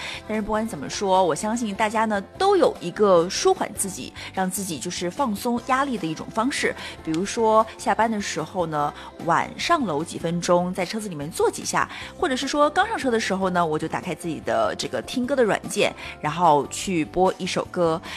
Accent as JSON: {"language": "Chinese", "region": "Jiangxi", "country": "China", "said": "它是我们江西交通广播的官方商城，也是我们江西人自己的购物商城哈。"}